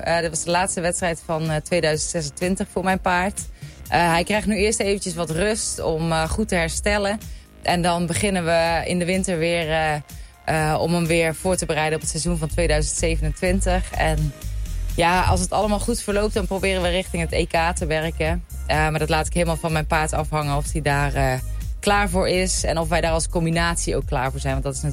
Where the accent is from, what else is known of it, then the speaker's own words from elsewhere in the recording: Netherlands; also born or lived in Enschede; now in Brabant, Netherlands; Ja, ik ben al een heel tijd verhuisd naar Brabant. Maar inderdaad, oorspronkelijk kom ik uit Badmen en ik heb in Enschede op de universiteit gestudeerd.